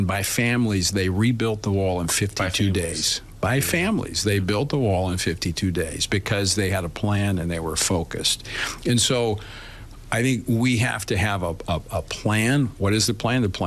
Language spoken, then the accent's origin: English; Louisiana, United States